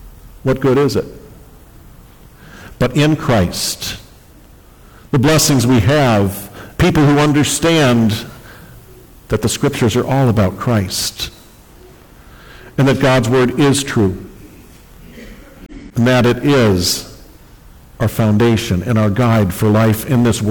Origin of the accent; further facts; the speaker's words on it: United States